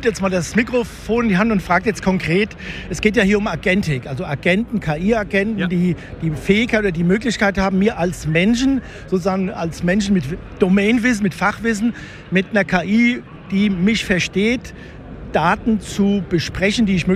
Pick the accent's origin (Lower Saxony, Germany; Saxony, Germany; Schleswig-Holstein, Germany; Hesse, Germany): Hesse, Germany; Rüsselsheim; ich komme ja aus Rüsselsheim